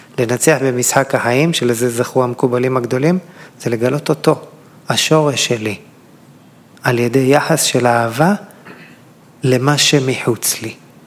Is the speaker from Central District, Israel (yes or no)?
yes; Elyashiv, Central District, Israel; גדלתי בחוף מכמורת, אני מושבניק מאלישיב ועמק חפר. שבוע שעבר הייתי במכמורת, חוף ילדותי.